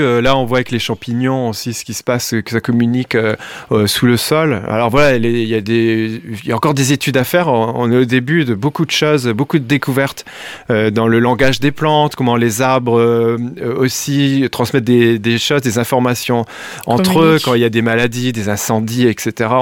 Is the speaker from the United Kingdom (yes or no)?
no; Douai, Hauts-de-France, France; Oui, moi, je suis de Douai, et puis je suis vraiment pas loin.